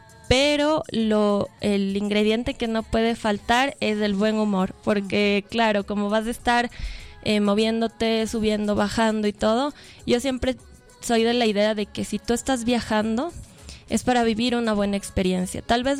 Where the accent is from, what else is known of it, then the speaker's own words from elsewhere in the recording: Quito, Pichincha, Ecuador; creo que tenemos tan normalizado como quiteños, no sé, estar tan cerca de los volcanes, verlos, pero no es normal.